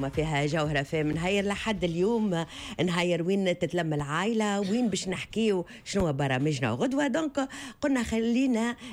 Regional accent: Tunisia

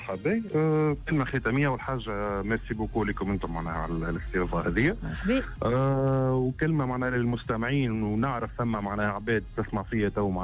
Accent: Tunisia; اللي عندنا في تونس

